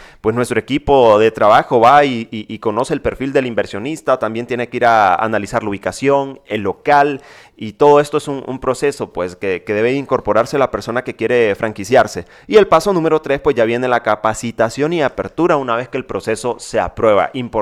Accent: Honduras; nos denomina como hondureños

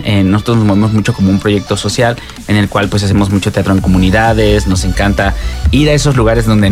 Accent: Jalpan, Querétaro, Mexico; Yo soy de Jalpan. Sí, ahí crecí.

